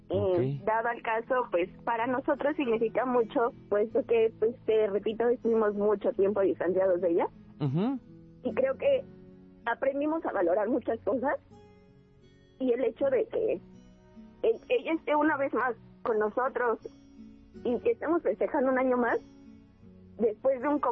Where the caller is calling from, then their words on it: Iztacalco, Mexico City, Mexico; Nos estamos comunicando desde Iztacalco.